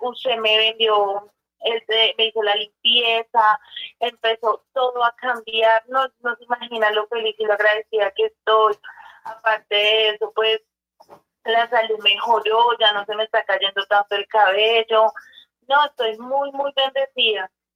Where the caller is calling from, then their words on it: Bogotá, Colombia; Me llamo aquí desde Bogotá, barrio La Lamba.